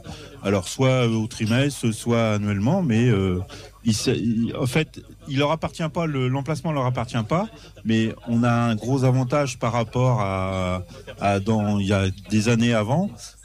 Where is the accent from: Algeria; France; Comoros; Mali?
France; Brittany; Sauf que je suis breton, moi, hein, j'ai un seul caractère.